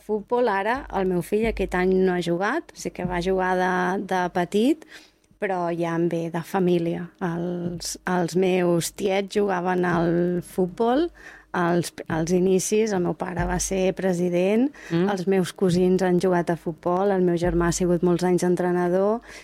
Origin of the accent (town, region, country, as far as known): Cardona, Catalonia, Spain